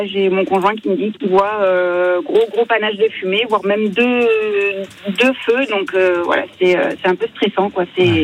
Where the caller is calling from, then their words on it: Brue-Auriac, Provence-Alpes-Côte d'Azur, France; Moi, j'habite sur Bruauriac, donc on n'était pas loin de Barjonne.